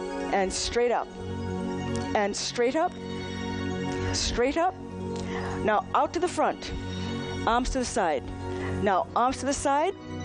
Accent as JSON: {"language": "English", "town": "Boston", "region": "Massachusetts", "country": "United States", "said": "I am a physician from Boston."}